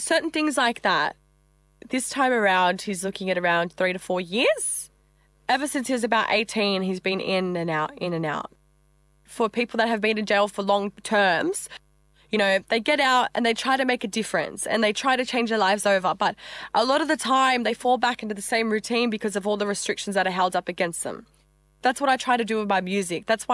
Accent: Australia; I'm an Australian poet rapper bringing you music and stories this week on Jailbreak Radio.

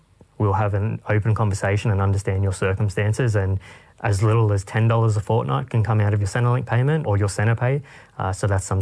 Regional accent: Sydney, New South Wales, Australia; I'm a proud Wiradjuri man. My family's from Cowra, but I was born and raised in Western Sydney.

